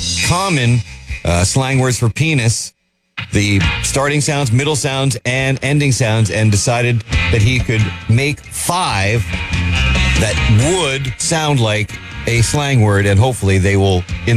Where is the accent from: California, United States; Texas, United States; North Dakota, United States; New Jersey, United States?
New Jersey, United States; moved away; I never heard it growing up in New Jersey.